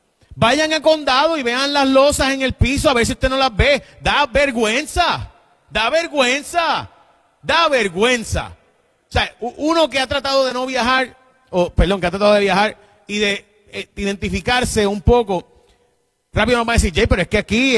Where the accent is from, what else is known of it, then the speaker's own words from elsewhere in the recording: San Lorenzo, Puerto Rico; el barrio Jaguar de San Lorenzo, de donde yo soy